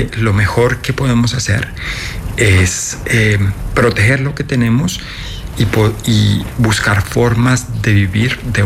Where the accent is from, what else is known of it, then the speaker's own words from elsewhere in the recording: Colombia; como colombiano yo creo que muchos, sobre todo de mi generación, fuimos víctimas y llevamos consigo esas cicatrices del conflicto.